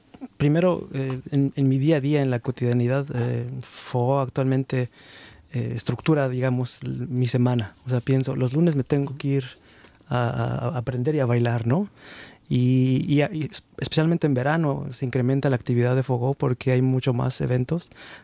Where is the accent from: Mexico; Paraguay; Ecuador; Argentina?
Mexico; mi identidad como mexicano, que ahí va a ser mucho más difícil de cambiar